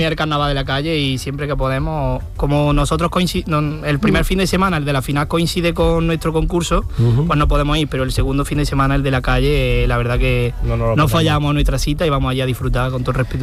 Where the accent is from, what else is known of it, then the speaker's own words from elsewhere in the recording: Villa del Río, Andalusia, Spain; Somos 7.000 habitantes, somos, pero 7.000 bien puestos. Y luego, la verdad, tenemos nuestros monumentos. Tenemos el Puente Romano. Somos ahí el último pueblo de Córdoba pegadito con Jaén.